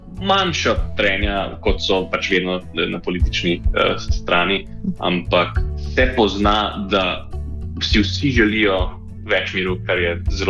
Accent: Central Slovenia, Slovenia; moved away; Okolica Ljubljane, bom rekel, mal smo razprašeni, ampak smo v okolici Ljubljane. Vračam se manj pogosto, kot bi si želel, ampak nekajkrat.

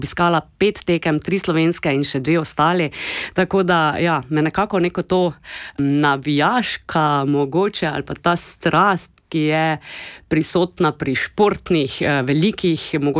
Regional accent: Ljutomer, Prlekija, Slovenia; accent: Prlekija; prihajam iz Prlekije, sem 100% prlečka

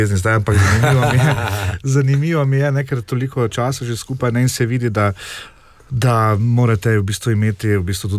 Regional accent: Styria, Slovenia; ni, kot rečemo Štajerci, tu ni zajmancija, ne.

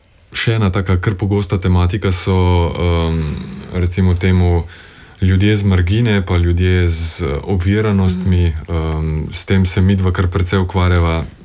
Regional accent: Inner Carniola, Slovenia; accent: dialect close to the Bloke dialect; Ja, v dialektu mojem, ki je zelo blizu bloškemu, je včasih doreče tudi smrč.

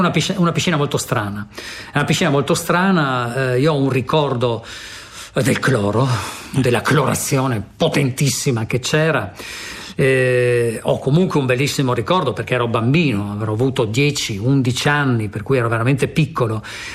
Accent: Trieste, Friuli-Venezia Giulia, Italy

